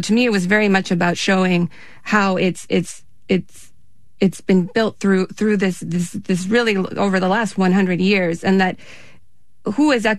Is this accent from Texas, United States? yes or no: yes; El Paso, Texas, United States; growing up as a teenager there, you're growing up in El Paso, I always felt like any other teenager, right? My hometown's too small. It's boring here. This place is so isolated. It's so far west. It's at the far, you know, far more western tip of Texas.